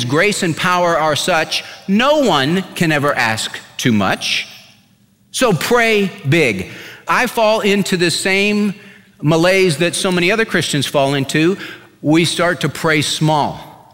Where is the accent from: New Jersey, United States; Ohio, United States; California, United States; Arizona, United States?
California, United States; we had a pool in my backyard growing up in California. I was the 5th of 6 kids